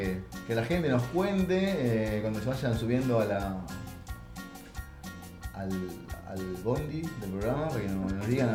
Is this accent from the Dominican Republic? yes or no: no; La Plata, Buenos Aires Province, Argentina; Oriundo de La Plata. Nada, como platense estoy un poco bajón por la pérdida que tuvimos hoy, la pérdida tan importante del … Pero soy de acá a La Plata, 45 pirulos